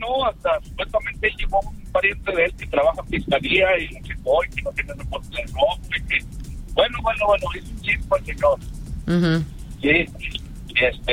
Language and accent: Spanish; Gómez Palacio, Durango, Mexico; Yo soy de Gómez Palacio.